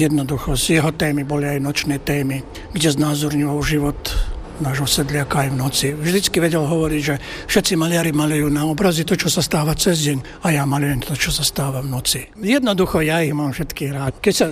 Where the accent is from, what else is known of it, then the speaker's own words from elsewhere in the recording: Kovačica, Vojvodina, Serbia; born there; Ja som sa narodil v Kovačici.